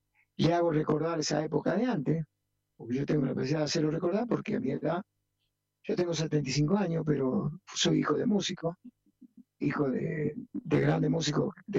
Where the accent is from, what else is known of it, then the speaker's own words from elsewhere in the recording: Buenos Aires, Argentina; moved away as an adult; also born or lived in Córdoba; Si bien yo vengo de la provincia de Buenos Aires, pero estábamos trabajando en la asociación bancaria en Córdoba